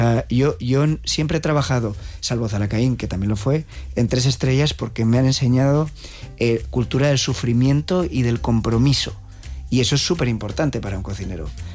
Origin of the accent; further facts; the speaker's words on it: Spain; Porque somos españoles.